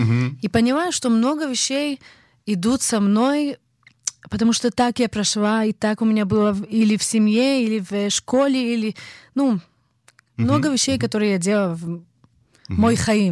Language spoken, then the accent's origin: Russian; Petah Tikva, Central District, Israel; also born or lived in Nalchik, Russia; Я родилась в Нальчике, в Кавказе. И всю мою жизнь была в Петахтикве.